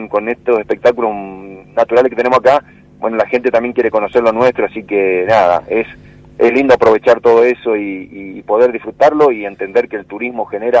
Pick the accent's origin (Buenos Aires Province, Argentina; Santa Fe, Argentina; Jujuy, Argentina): Santa Fe, Argentina; nosotros también como santafesinos